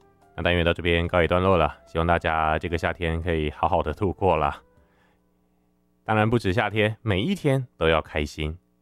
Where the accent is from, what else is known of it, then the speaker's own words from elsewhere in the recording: Taiwan; 那我们台湾人呢虽然已经习惯了哦